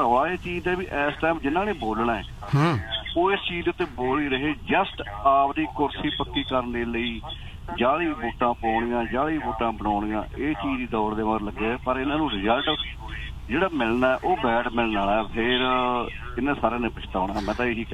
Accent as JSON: {"language": "Punjabi", "region": "Punjab", "country": "India", "said": "ਅਸੀਂ ਪੰਜਾਬ ਦੇ ਲੋਕ ਜਿਨ੍ਹਾਂ ਵਿੱਚ ਮੈਂ ਵੀ ਆ ਤੁਸੀਂ ਵੀ ਆ ਨਾ, ਅਸੀਂ ਅਗਰੈਸਿਵ ਬਹੁਤ ਛੇਤੀ ਹੋ ਜਾਂਦੇ"}